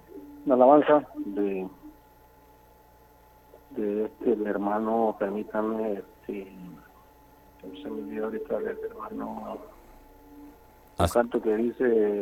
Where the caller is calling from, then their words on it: San Marcos, Guatemala; aquí en Aldea de Nizar, el municipio de Malagrán, San Marcos.